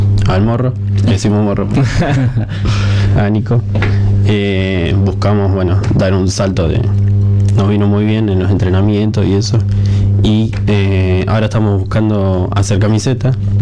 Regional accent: Rosario, Santa Fe, Argentina; Yo soy de Rosario

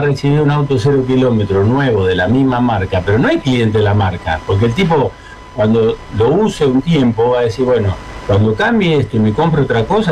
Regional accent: Argentina; nosotros como argentinos

